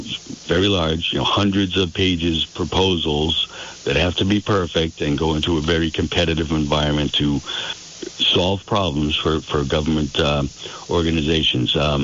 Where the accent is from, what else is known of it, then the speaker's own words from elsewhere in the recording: Dorchester, Massachusetts, United States; moved away as an adult; also born or lived in Boston, Massachusetts; now in Vermont, United States; I was born in Dorchester, Boston, and public schools, Massachusetts, Newton, and Westwood High School. 18 years old